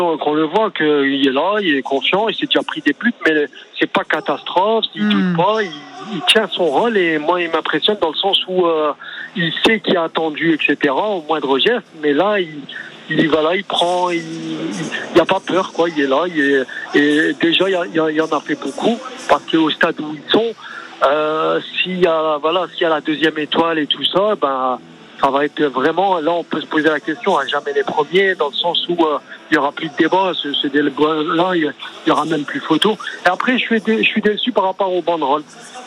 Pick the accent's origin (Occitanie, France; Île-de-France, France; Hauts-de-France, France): Hauts-de-France, France; born there; now in Vaucluse, France; je suis né dans le Nord, exactement. Je suis né dans le Nord.